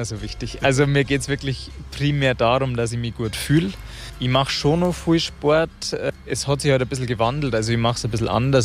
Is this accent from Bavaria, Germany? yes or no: yes; Bad Tölz, Bavaria, Germany; Ich habe früher immer gern gespielt. Ist natürlich auch bei uns in Bad Tölz historisch wahrscheinlich auch bedingt. Ich war das erste Mal, glaube ich, mit 5 Jahren im Eishockey.